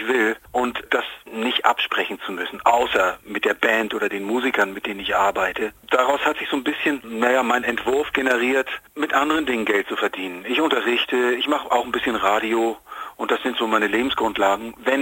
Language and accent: German; Hamburg, Germany; Und ich meine, ich komme ja aus Hamburg, hier gibt es ja jede Menge Clubs genau in dieser Größenordnung